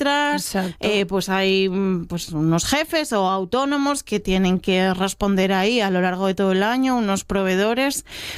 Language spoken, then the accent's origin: Spanish; Gijón, Asturias, Spain; Bueno, hablo de Gijón porque yo soy de Gijón